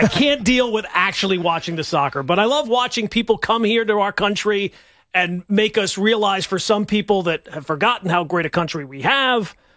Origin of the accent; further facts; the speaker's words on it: Scotland, United Kingdom; now in United States; I, myself, as a Scottish person